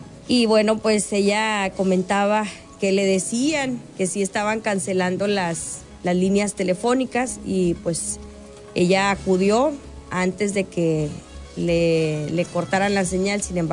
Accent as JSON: {"language": "Spanish", "country": "Mexico", "said": "Como buenos mexicanos, todo a la mera hora."}